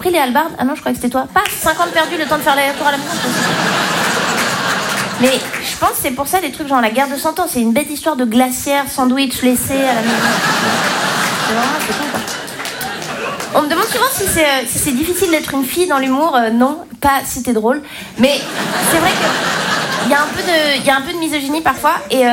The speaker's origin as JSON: {"language": "French", "region": "Romandy", "country": "Switzerland"}